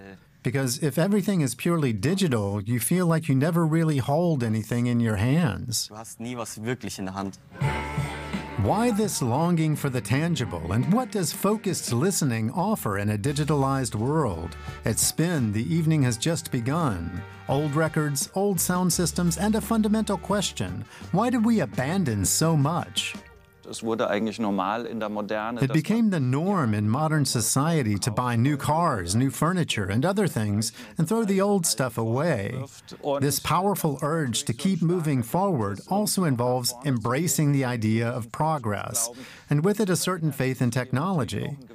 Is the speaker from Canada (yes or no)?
no; Haskovo, Haskovo Province, Bulgaria; This is in Sofia, and this is my hometown of Haskovo.